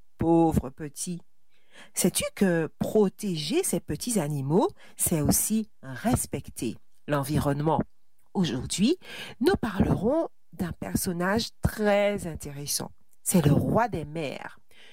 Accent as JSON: {"language": "French", "region": "Pointe-Noire", "country": "Republic of the Congo", "said": "chez nous à Malendu, Pointe-Noire"}